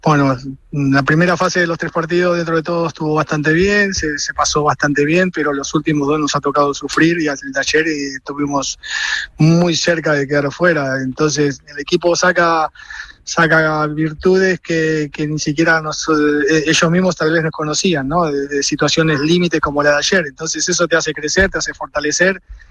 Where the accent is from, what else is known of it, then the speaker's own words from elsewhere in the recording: Argentina; como argentinos, a nosotros nos ilusiona muchísimo.